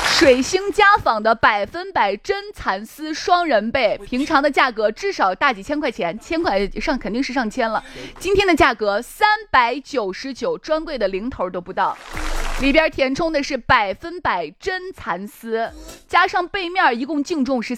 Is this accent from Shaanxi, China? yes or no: yes; Shaanxi, China; 就像我们陕西人经常说的那句话，我回呀啊。